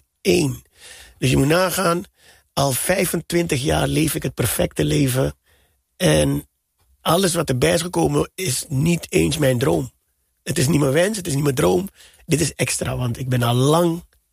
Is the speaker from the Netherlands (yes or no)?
no; Suriname; Ik ben opgegroeid in Suriname in de jaren 80... toen het heel moeilijk was met in de rij staan en schaarste aan alles.